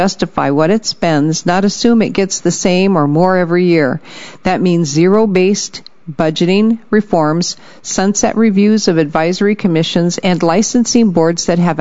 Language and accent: English; Gilbert, Arizona, United States; I am a seventh generation Arizonan, born and raised in Gilbert. I'm a proud graduate of Gilbert High School and ASU.